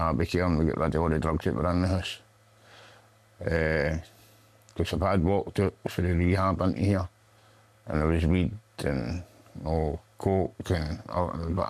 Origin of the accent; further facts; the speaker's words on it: Ardrossan, Scotland, United Kingdom; This is Ardrossan Beach, South Beach, just along the road from where I stay. I walk this beach quite a bit. That's my hometown.